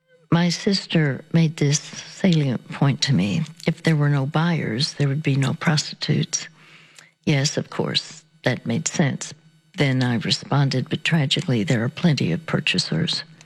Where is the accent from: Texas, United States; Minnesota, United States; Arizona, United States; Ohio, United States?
Texas, United States; Dallas; my hometown of Dallas, Texas.